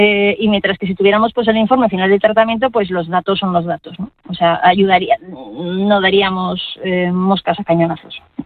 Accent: Navarre, Spain; qué afortunados soy los de Navarra

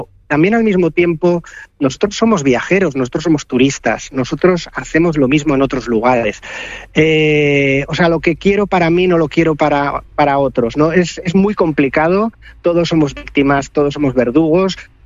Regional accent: San Sebastián, Basque Country, Spain; yo soy de Donosti

